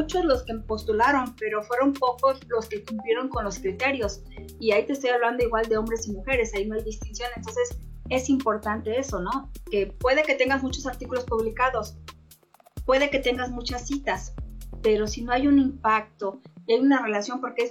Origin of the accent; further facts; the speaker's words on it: Veracruz, Mexico; En mi caso, que yo soy originaria de Veracruz y que aquí no tengo a nadie, es un poco complejo